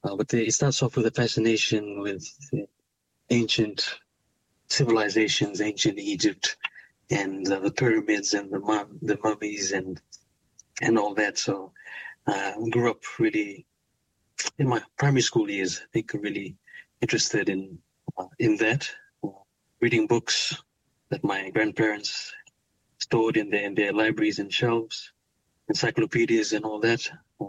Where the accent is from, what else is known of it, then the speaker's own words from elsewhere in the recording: Suva, Central Division, Fiji; Yes, I did. I'm born and raised near Suva, capital city of Fiji. Did all my education in Suva